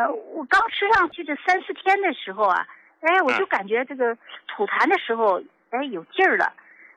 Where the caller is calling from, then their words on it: Tongliao, Inner Mongolia, China; 我是来自内蒙通辽地区的一位听众。